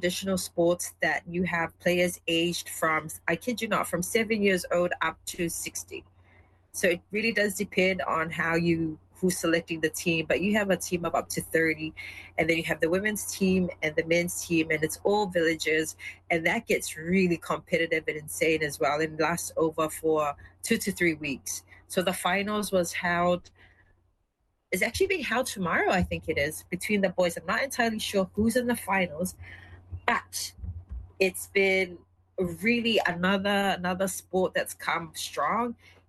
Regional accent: Fatu'ia Limanu, Samoa; We're from Fatu'ia Limanu, so if we don't make it, then no one

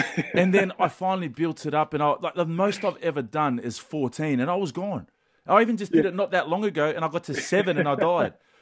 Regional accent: New South Wales, Australia; You know, we're both from Western Sydney, you know, Leila Park, Blacktown, and obviously T here as well from out your areas.

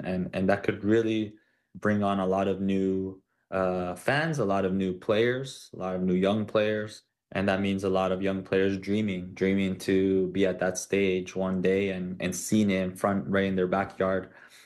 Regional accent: Toronto, Ontario, Canada; to be able to say that playing for my city, my hometown city, is it's something, not many footballers get to say

